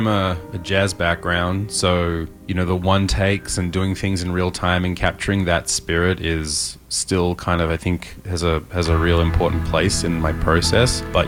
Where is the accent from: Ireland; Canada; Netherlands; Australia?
Australia; Melbourne, Victoria; now in New York, United States; Yeah, I came over here quite a few times just on trips, you know, just to hang out and to soak up the incredible melting pot that the city is.